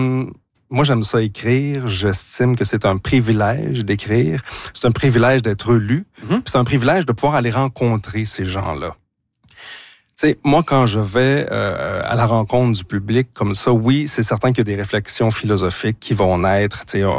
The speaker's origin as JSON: {"language": "French", "town": "Quebec City", "region": "Quebec", "country": "Canada", "tie": "born or raised there", "said": "Bonjour à toute la région de Québec, vraiment. C'est ma ville natale, hein, donc je suis très heureux d'être là"}